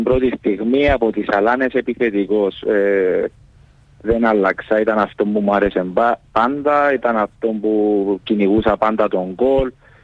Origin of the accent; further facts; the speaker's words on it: Nicosia, Nicosia District, Cyprus; Η καταγωγή μου, είμαι από τη Λευκωσία. Η μητέρα μου όμως είναι από την Ελλάδα.